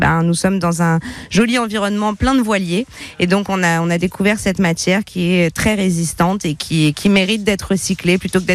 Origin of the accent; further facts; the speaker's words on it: Paris, Île-de-France, France; moved away as an adult; now in La Cadière-d'Azur, France; moi, je viens de Paris. Je suis parisienne à la base. Et voilà, ça fait 4 ans maintenant que je suis installée dans la région.